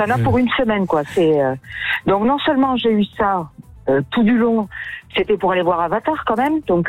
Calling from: Chalon-sur-Saône, Bourgogne-Franche-Comté, France; J'habite en Bourgogne, à Chalon.

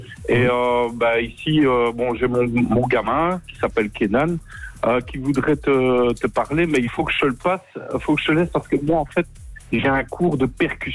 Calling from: Ath, Wallonia, Belgium; J'habite à Hattes. Normalement, tu connais, c'est pas loin de la Picardie, c'est en Belgique

